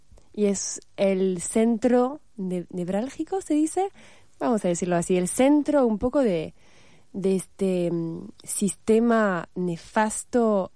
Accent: Paris, Île-de-France, France; born there; Spanish is a second language; tu ciudad donde naciste, que es esa ciudad de la moda, del brillo, de la fashion

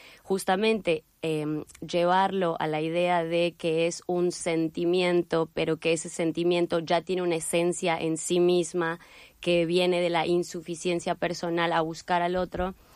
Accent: Mexico; moved away; soy de México.

